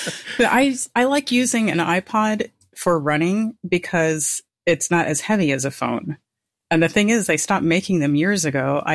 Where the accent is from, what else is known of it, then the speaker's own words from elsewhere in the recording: Las Vegas, Nevada, United States; also born or lived in Pennsylvania; So I was born in Pennsylvania, but I ended up moving across country to Las Vegas when I was very young. So I grew up here. Like, most of my life has been here in Las Vegas.